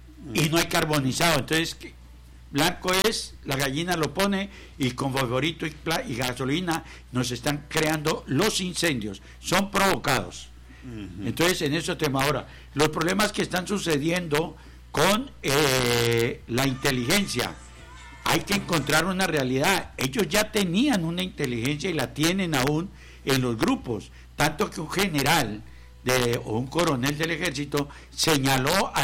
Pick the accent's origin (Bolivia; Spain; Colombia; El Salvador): Colombia; los más de 18-24 millones de colombianos que tenemos el derecho a opinar